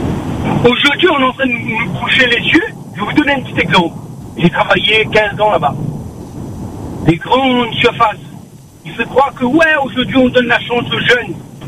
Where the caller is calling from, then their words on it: Réunion; parce qu'on est noir, on n'a pas... Voilà. On est réunionnais, mais notre diplôme n'a pas de valeur.